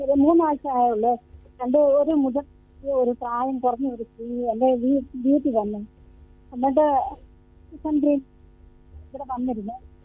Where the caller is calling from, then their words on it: Thirumala, Kerala, India; ഞാൻ തിരുമലയിൽ നിന്നാണ് വിളിക്കുന്നത്.